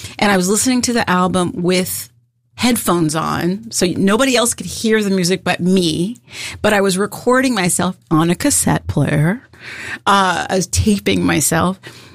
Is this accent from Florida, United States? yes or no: no; Santa Monica, California, United States; I grew up in Santa Monica, California.